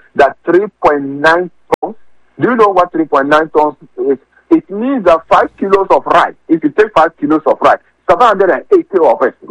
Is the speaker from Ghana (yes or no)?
yes; Ghana; And I feel sad as a Ghanaian that our country now